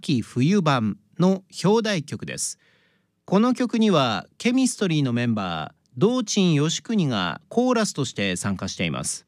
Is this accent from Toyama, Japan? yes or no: yes; Toyama, Japan; 私の地元富山県では熱送りと言っている地域がありまして